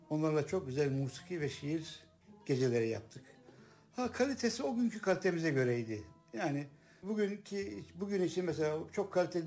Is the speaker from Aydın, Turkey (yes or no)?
no; Tokat, Turkey; born there; moved away as an adult; also born or lived in Erzurum / Istanbul